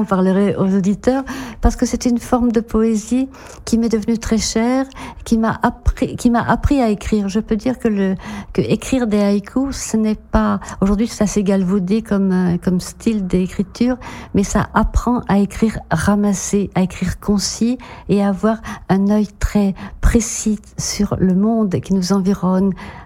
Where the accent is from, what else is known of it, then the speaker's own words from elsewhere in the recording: Brest, Brittany, France; ma géographie intérieure, ma géographie mentale, mon enfance de Bretonne et mon éducation de Brestoise.